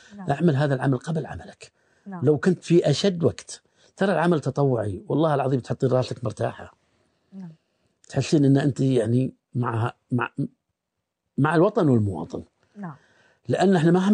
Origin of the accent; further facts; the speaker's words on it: Bahrain; احنا عندنا في البحرين